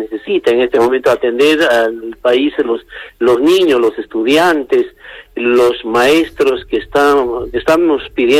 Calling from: Tipán, Arequipa, Peru; Saludar siempre desde el paraíso natural de Tipán.

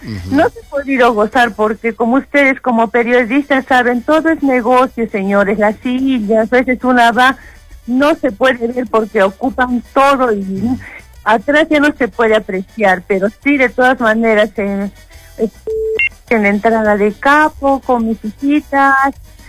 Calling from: Arequipa, Peru; como buena arequipeña que soy

